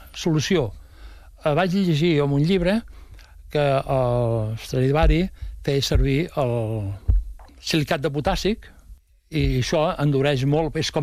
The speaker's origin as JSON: {"language": "Catalan", "town": "Marrampinyo", "region": "Catalonia", "country": "Spain", "said": "perquè soc de Marrampinyo, sabeu on és? Montcada de Reixac. Entre Montcada de Reixac i la Llagosta hi ha Marrampinyo."}